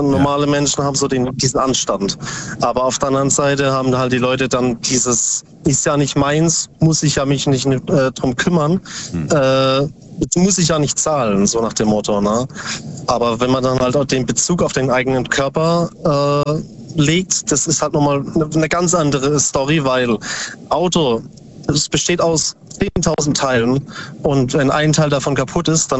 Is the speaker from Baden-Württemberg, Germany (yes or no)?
yes; Bruchsal, Baden-Württemberg, Germany; Aus Substadt Weiher, nee, Bruchsal.